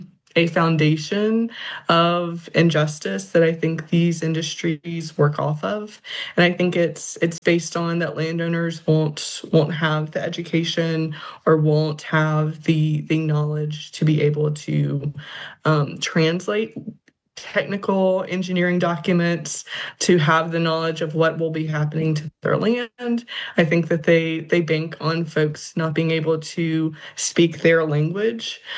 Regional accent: Virginia, United States; I'm from Washington County and was raised by folks that were, you know, impacted by the legacy of coal and definitely grew up around the decline of coal within Southwest Virginia

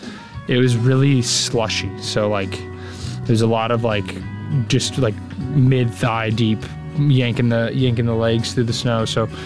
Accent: California, United States; yeah, just grew up in a great area to be able to go mountain biking, do a little fishing and surfing

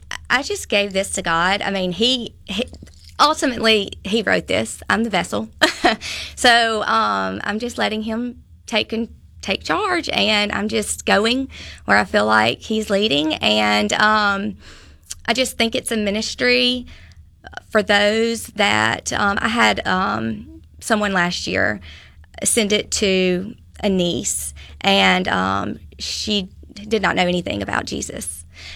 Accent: Union, Mississippi, United States; And anyway, I'm originally from Union, Mississippi, and they live all in that down there in that area.

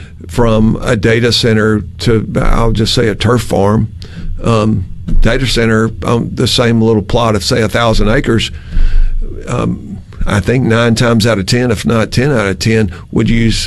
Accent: Mississippi, United States; I mean, look, I'm from Yazoo

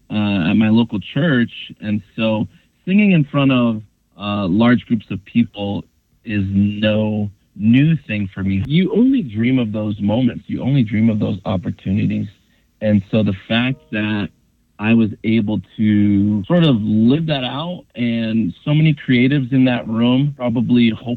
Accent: Brockton, Massachusetts, United States; So I was raised in Brockton, Massachusetts. I am a PK, aka a preacher's kid. So I grew up in church.

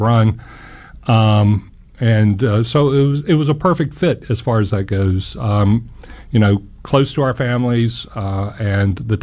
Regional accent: Roanoke, Virginia, United States; also born or lived in Florida; now in Morgantown, United States; I'm originally from Roanoke, Virginia, and so as is my wife, and so we found a job here, which is a 5-hour drive approximately to Roanoke versus 14 hours. When we were in Florida

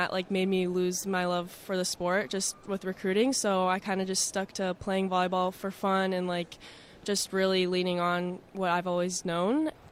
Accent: Madison, Wisconsin, United States; growing up in Madison, I came to a lot of games and camps throughout the years

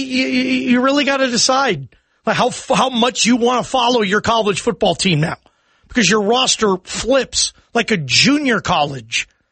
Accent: Seattle, Washington, United States; Growing up in Seattle, thank you, Vinny.

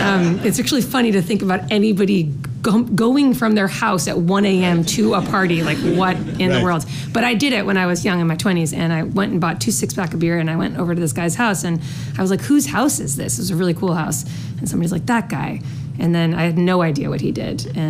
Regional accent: Boston, Massachusetts, United States; I grew up in Boston, Massachusetts, yeah. I did.

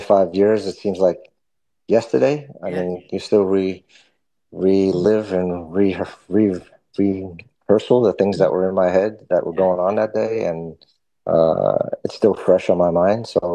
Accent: New York, United States; the one thing I was most proud of as being a New Yorker

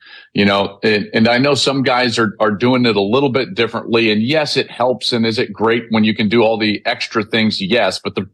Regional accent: Denver, Colorado, United States; like I'm from Denver. We can root for the Broncos.

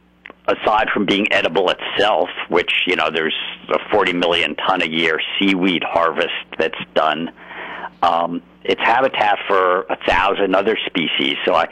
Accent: California, United States; and as a Californian, I mean, we're privileged to live right by them

